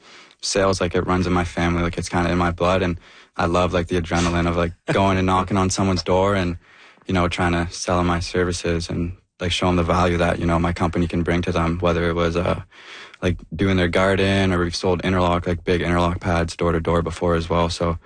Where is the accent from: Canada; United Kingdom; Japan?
Canada; Ottawa, Ontario; A young local kid, like I'm from Stittsville.